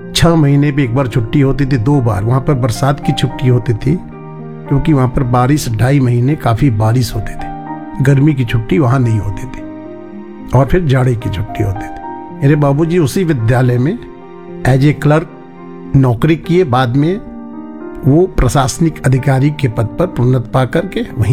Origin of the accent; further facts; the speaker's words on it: Netarhat, Jharkhand, India; now in Gonda, India; मैं मूल रूप से झारखंड राज्य के एक छोटे से स्थान है, पठारी प्रदेश है वो, नेतरहाट। बड़ी रमणीक स्थान है, प्राकृतिक दृश्य के लिए बहुत फेमस जगह है वो। वहाँ का मैं रहने वाला हूँ, वही मेरा जन्म स्थान है